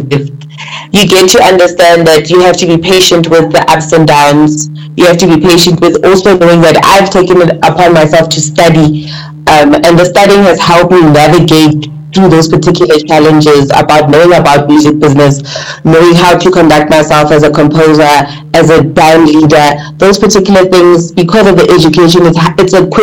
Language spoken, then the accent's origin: English; Johannesburg, Gauteng, South Africa; I grew up in Johannesburg